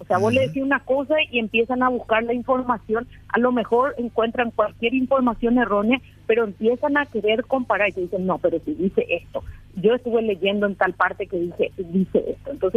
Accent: Paraguay; nosotros tenemos que entender como paraguayos

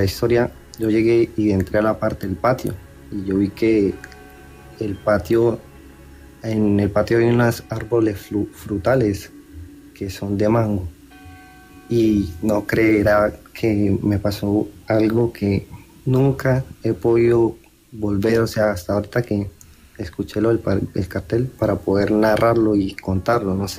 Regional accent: Cúcuta, Norte de Santander, Colombia; born there

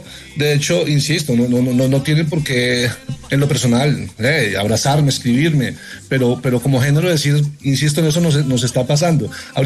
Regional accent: Macaravita, Santander, Colombia; now in Bucaramanga, Colombia; Eso es aquí en Girón, Santander. Yo estoy en Bucaramanga. Soy de Macaravita, Santander, ¿sí? Pero resido en Bucaramanga.

